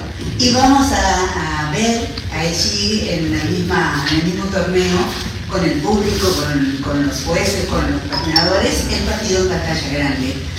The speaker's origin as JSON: {"language": "Spanish", "town": "Reconquista", "region": "Santa Fe", "country": "Argentina", "tie": "born or raised there", "moved": "yes", "said": "un placer volver a Reconquista, mi tierra natal."}